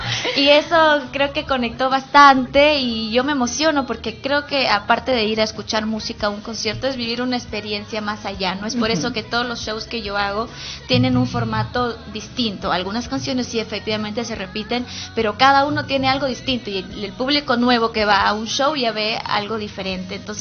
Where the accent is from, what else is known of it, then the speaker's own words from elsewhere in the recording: Iquitos, Loreto, Peru; Yo soy de Iquitos, muy orgullosa de ser la parte de la selva del Perú.